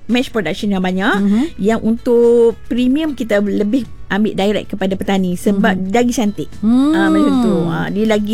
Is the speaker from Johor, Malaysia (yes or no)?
no; Kuala Nerang, Kedah, Malaysia; Asal saya orang Kuala Nerang.